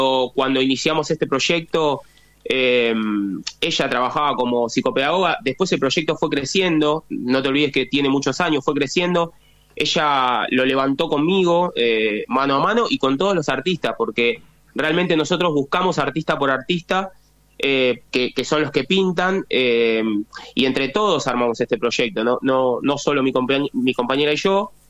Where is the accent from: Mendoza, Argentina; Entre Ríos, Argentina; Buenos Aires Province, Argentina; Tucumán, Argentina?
Buenos Aires Province, Argentina; Tigre; born there; yo tengo 42 años y nací en Tigre, a 4 cuadras del Puerto de Frutos.